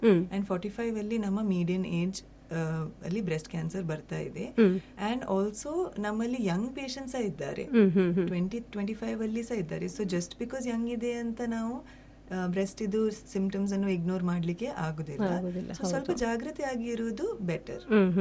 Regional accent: Mangalore, Karnataka, India; ನಾನು ಮ್ಯಾಂಗ್ಳೂರಿನೇ. ನನ್ನ ಪಪ್ಪ ಮಲಯಾಳಿ ಮ್ಯಾಂಗ್ಳೂರ್ ಕೇರಳದಿಂದ, ನನ್ನ ಮಮ್ಮಿ ಮ್ಯಾಂಗ್ಳೂರಿಂದಲೇ. ನಾನು ನನ್ನನ್ನು ಮ್ಯಾಂಗ್ಳೂರಿನೇ ಹೇಳುದು.

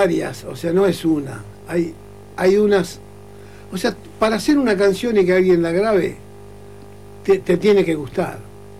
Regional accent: Uruguay; Soy un vecino más, muy feliz de estar acá y muy feliz de estar en mi país, en Uruguay.

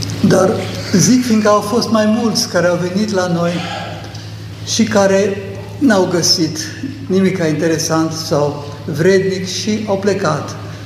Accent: Romania; born there; moved away as an adult; născut fiind în pământurile astea și din neamul acesta românesc

